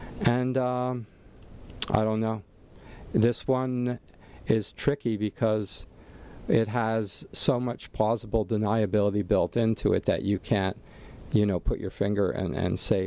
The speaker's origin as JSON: {"language": "English", "town": "Allentown", "region": "Pennsylvania", "country": "United States", "tie": "born or raised there", "said": "But my hometown area back in Allentown, Pennsylvania, where I grew up"}